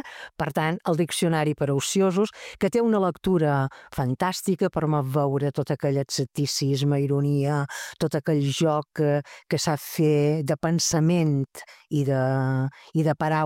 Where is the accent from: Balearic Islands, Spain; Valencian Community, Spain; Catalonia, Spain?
Balearic Islands, Spain; És una novel·la que té uns lectors privilegiats que som la gent de Menorca.